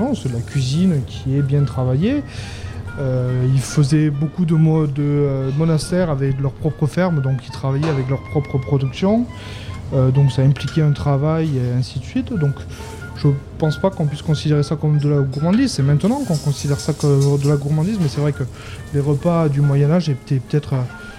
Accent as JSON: {"language": "French", "region": "Occitanie", "country": "France", "said": "Ah, moi, je suis aveyronnais aussi."}